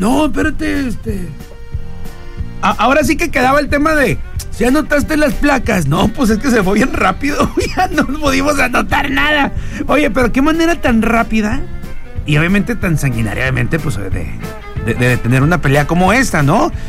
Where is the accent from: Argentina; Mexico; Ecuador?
Mexico; todos somos mexicanos ahorita